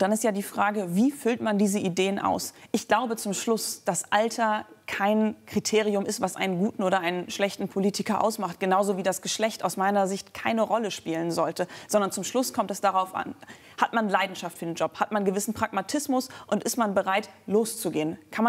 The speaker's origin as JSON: {"language": "German", "region": "Bremen", "country": "Germany", "tie": "born or raised there", "said": "weil ich Bremen und Bremerhaven wirklich liebe. Ich bin hier groß geworden."}